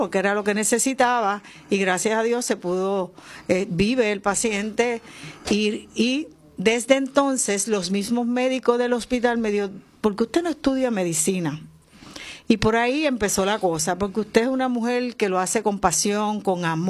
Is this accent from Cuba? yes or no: no; Aguada, Puerto Rico; born there; Le di servicio a mi pueblo, por lo que yo siempre he amado Aguada